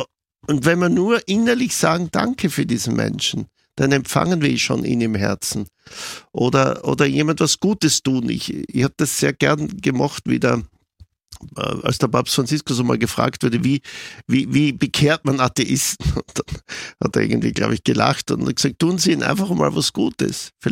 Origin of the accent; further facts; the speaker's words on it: Styria, Austria; Ich komme selber aus der Südoststeiermark von einem kleinen Bauernhof.